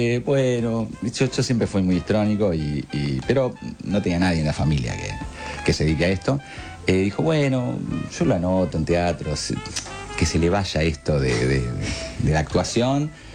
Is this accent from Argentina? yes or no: yes; Mar del Plata, Buenos Aires Province, Argentina; moved away as an adult; also born or lived in Mexico; yo soy de Mar del Plata también, así que alquilaba y eso y lo otro, y de pronto surgió la posibilidad de ir a México y fui a vivir a México.